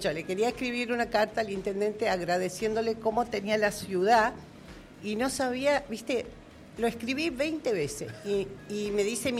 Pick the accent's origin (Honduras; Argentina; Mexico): Argentina; pero veo mi país, es mi país. Uh-huh. Es en la trifrontera donde se une Bolivia, Paraguay y Argentina.